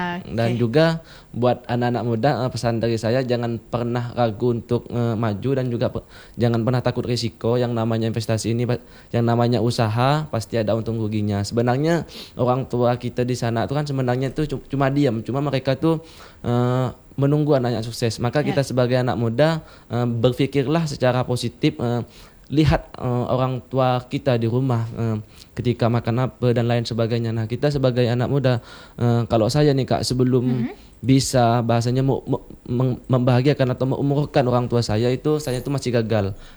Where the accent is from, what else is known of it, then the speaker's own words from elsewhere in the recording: Indonesia; moved away; di kampung saya tuh kak, di Sungai Burun kecil loh.